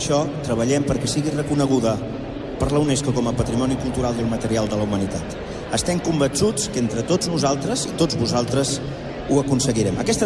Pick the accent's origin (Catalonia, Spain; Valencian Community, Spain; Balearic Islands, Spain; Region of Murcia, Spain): Catalonia, Spain; Barcelona; com a gitanos catalans del barri de Gràcia